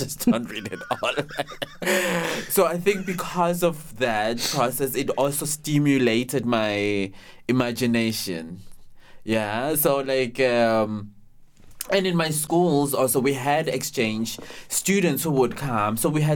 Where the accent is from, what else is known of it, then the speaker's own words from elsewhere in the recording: Johannesburg, Gauteng, South Africa; moved away as an adult; now in Austria; And I grew up in a space, Johannesburg, which formerly was known, the apartheid name was Transvaal, and which was also known as a mining place.